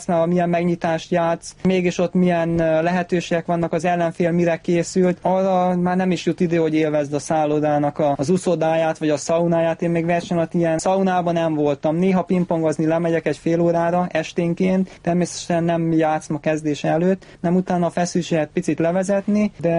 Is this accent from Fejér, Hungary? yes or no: no; Szeged, Csongrád-Csanád, Hungary; now in Budapest, Hungary; A legnagyobb oka az az volt, hogy Szegedről jöttem, ugye a családom ott volt